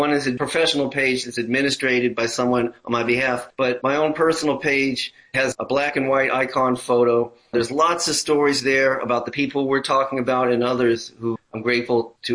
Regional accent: New York City, New York, United States; And so it motivated my moving back to my hometown of New York City when I was 19 in the spring of 1982

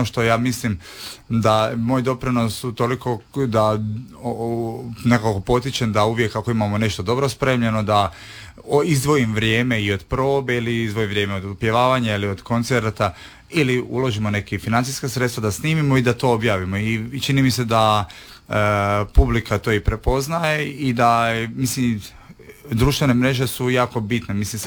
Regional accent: Split, Split-Dalmatia County, Croatia; iz Dalmacije sam, pa znam što se zapravo događa u zadnjih 20 godina

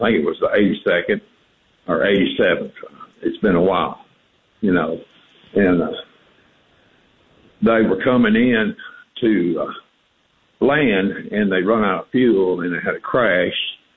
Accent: Bangor, Maine, United States; born there; also born or lived in Mississippi; I was born in Bangor, Maine. They say I was a maniac, but then I moved to Mississippi

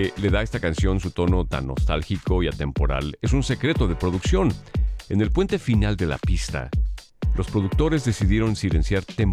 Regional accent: Mexico; pero somos mexicanos

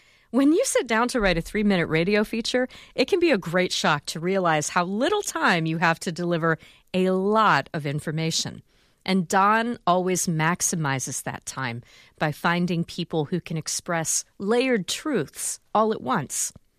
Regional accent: Ohio, United States; And I was growing up in Ohio, and I was working as a studio engineer at WOSU in Columbus.

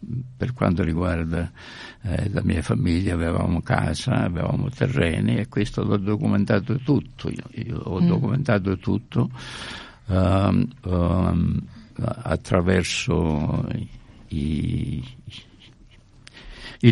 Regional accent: Montefredane, Campania, Italy; moved away; Io sono nato in Italia

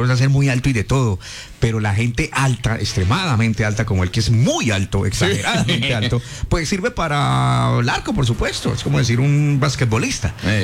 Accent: Colombia; ¿quiénes somos nosotros decir, colombianos arrodillados que nos tocaba ahí mantener?

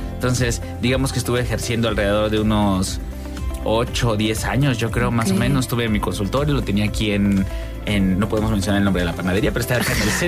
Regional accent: Jalpan de Serra, Querétaro, Mexico; moved away; Yo soy de Jalpan, sí, ahí crecí.

